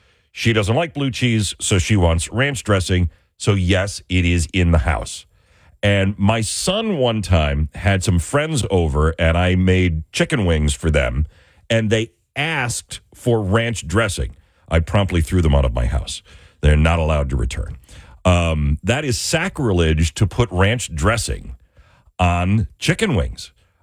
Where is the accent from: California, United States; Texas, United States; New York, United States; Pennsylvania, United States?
New York, United States; Buffalo; I grew up in the Buffalo area